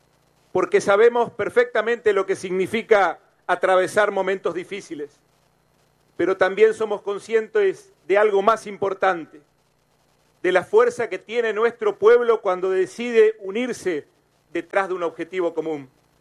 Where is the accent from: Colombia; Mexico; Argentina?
Argentina; Chaco; porque somos argentinos, pero también somos chaqueños, somos hijos de esta tierra